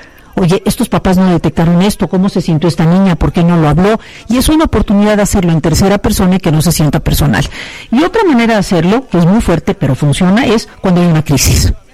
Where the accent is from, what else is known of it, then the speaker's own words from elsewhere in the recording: Veracruz, Mexico; moved away; also born or lived in Puebla; yo soy de Veracruz y mi salir al mundo fue de Veracruz a Puebla. Y fue un evento en mi vida.